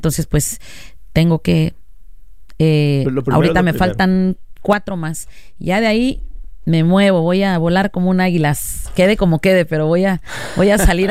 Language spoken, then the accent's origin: Spanish; Izúcar de Matamoros, Puebla, Mexico; moved away; Es lo más típico que hay en mi querido Izúcar.